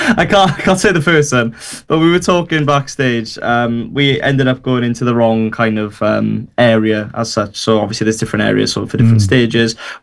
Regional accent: Burry Port, Wales, United Kingdom; Burryport, my hometown

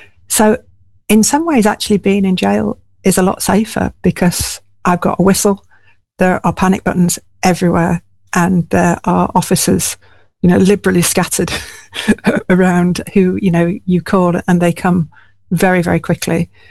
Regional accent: Hull, Yorkshire and the Humber, United Kingdom; I grew up in Hull. I went to state schools.

